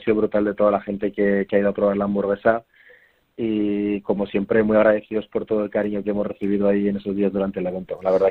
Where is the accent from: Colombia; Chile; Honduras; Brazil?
Brazil; now in Zaragoza, Spain; Nosotros somos aquí de Zaragoza, y somos originalmente brasileños y tenemos una cierta conexión extra con toda la parte de Coruña, por toda la familia y amigos que tenemos por ahí, por la zona, sobre todo en Vigo.